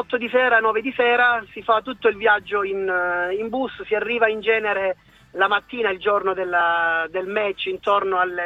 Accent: San Pancrazio, Apulia, Italy; partiamo insomma da San Pancrazio, insomma dalle nostre parti

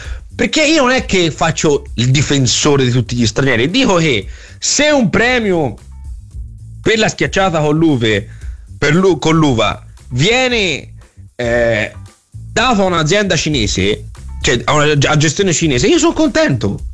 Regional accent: Florence, Tuscany, Italy; now in Milan, Italy; che io sono un emigrato, perché anch'io sono emigrato da Firenze.

